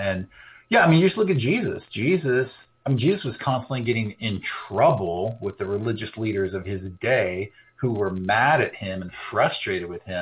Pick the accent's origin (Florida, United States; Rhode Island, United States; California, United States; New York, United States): California, United States; I'm from California, but the people that move here, they move here for work, right?